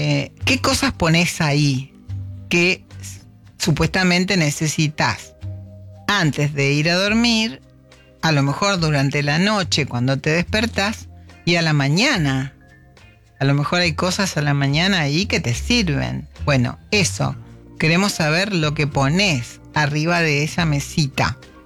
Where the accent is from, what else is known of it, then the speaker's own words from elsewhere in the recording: Gualeguaychú, Entre Ríos, Argentina; Bueno, sabés que yo soy de Gualeguaychú, he ido cuando era chica muchas veces.